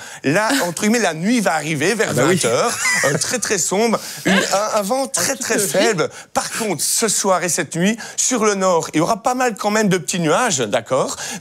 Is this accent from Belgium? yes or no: yes; Belgium; On est belge, on aime la Belgique